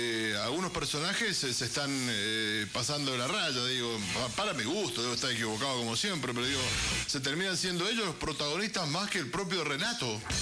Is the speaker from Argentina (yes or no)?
yes; Argentina; somos todos argentinos